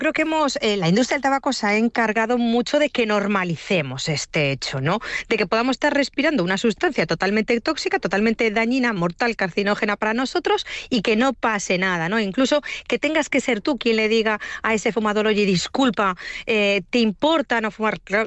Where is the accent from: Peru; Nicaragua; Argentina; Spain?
Spain; Galicia; yo como buena gallega